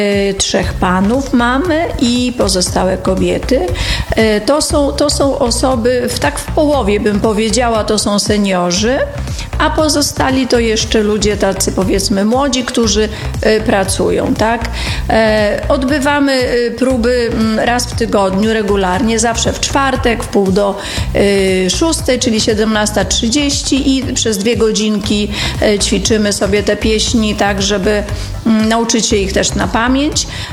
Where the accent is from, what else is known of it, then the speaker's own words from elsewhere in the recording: Rudka Tartak, Podlaskie Voivodeship, Poland; u nas w Rudce Tartak w parafii zawsze był chór.